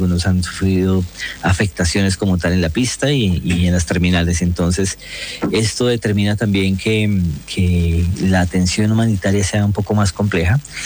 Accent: Colombia; Entonces eso como colombiano nos tiene muy satisfechos en medio de la gran dificultad

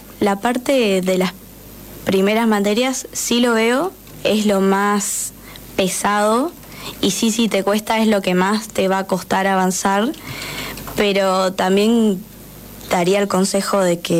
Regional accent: Paso de los Libres, Corrientes, Argentina; Y bueno, encontré que había en Concordia, que me queda cerca, soy de Paso de los Libres de Corrientes.

